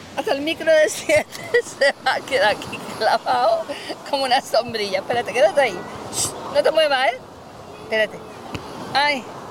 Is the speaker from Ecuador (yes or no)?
no; Seville, Andalusia, Spain; Y aunque nosotras vengamos de Sevilla, ¿verdad? Adoramos Cádiz, ¿a que sí?